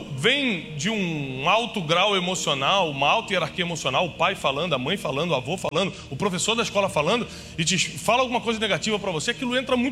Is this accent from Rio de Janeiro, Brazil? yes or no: yes; Rio de Janeiro, Brazil; quando eu era menino, fui criado ali em Vila da Penha